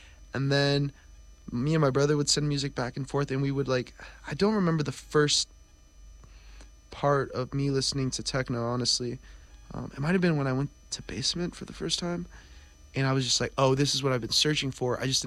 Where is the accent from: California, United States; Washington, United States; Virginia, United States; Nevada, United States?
California, United States; Tracy; moved away as an adult; also born or lived in San Jose, California; now in New York, United States; I'm from Tracy, California. I was born in San Jose though. Lived by the Rose Garden, and then my parents moved to Tracy when I was six. I've lived in New York for 5 years.